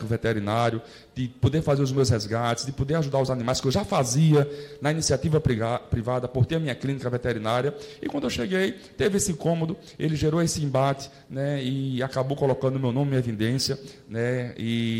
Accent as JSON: {"language": "Portuguese", "town": "João Pessoa", "region": "Paraíba", "country": "Brazil", "tie": "born or raised there", "said": "um jovem sonhador, nascido e criado ali nos Funcionários 2, que vendia de divina adolescência, que estudou escola pública"}